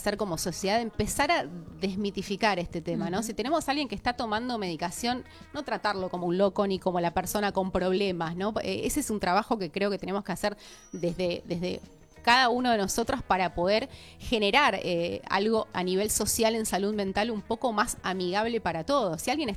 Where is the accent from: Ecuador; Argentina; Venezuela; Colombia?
Argentina; cómo somos los argentinos